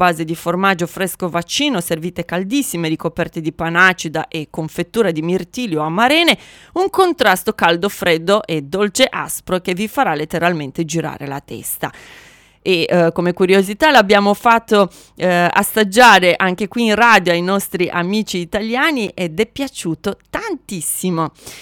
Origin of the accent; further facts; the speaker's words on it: Iași, Iași County, Romania; moved away; questo magnifico distretto, che tra l'altro è la mia città d'origine